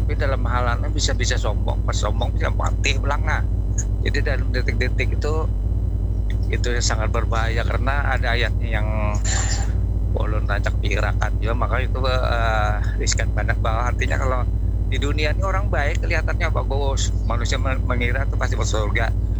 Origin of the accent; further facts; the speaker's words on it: South Kalimantan, Indonesia; kita nih sebagai orang muslim nih lah ditakdirkan sebagai orang muslim di Benua Banjar nih.